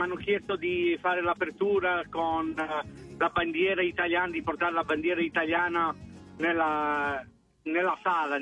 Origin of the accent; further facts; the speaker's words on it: Montreal, Quebec, Canada; io voglio dare l'opportunità italo-canadese di Montreal, perché io sono di Montreal, non sono di Toronto.